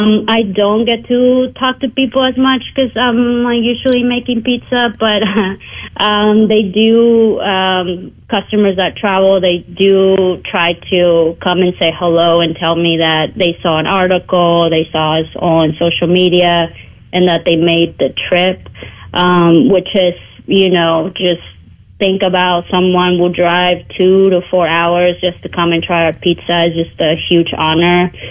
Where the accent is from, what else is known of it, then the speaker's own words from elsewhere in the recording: Ciudad Obregón, Sonora, Mexico; English is a second language; I was born and raised in Ciudad Obregón, Sonora, in Mexico